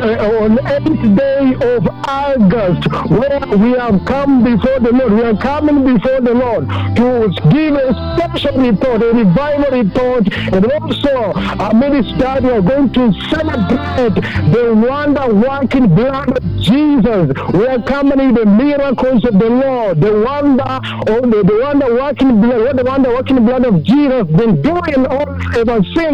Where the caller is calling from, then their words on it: Kakamega, Kakamega County, Kenya; I am calling you from Kakamega